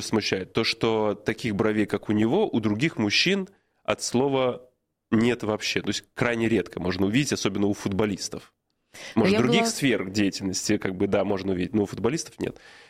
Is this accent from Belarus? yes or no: yes; Belarus; moved away as an adult; Я же из Беларуси, и там, собственно, свою карьеру начинал еще в 18 лет, в возрасте 18 лет.